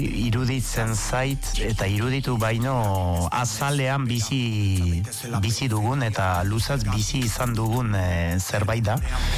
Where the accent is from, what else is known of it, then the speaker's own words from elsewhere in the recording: Urrugne, Nouvelle-Aquitaine, France; Eta nondik zatoz, eta ba, urruñatik, eta frantzitik